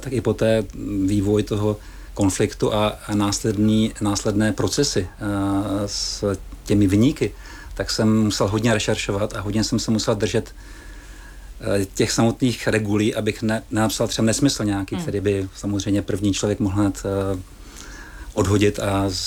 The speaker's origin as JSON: {"language": "Czech", "town": "Moravská Třebová", "region": "Pardubice Region", "country": "Czechia", "tie": "born or raised there", "also_born_or_lived": "Svitavy / Ostrava", "said": "Rodné není, já jsem se narodil ve Svitavech v Porodnici a pak jsem žil v Moravské Třebové. Takže jsem vlastně spíš jakoby srdcem Moravskotřebovák, ale i Ostravák, kam jsem se stěhoval za tátou."}